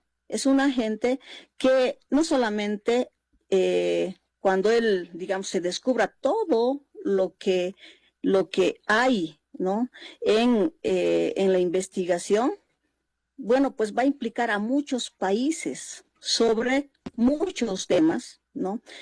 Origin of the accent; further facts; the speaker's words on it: Bolivia; nuestros derechos como bolivianos